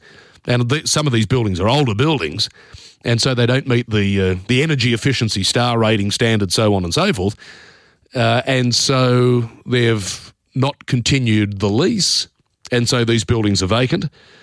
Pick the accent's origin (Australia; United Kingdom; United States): Australia; Parramatta, New South Wales; I grew up around Parramatta. I know the situation there.